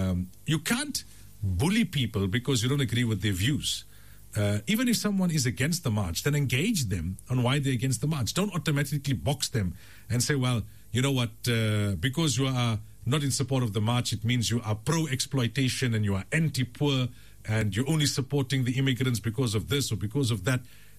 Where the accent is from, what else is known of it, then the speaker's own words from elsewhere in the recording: South Africa; I'm not a criminal, but I'm a South African.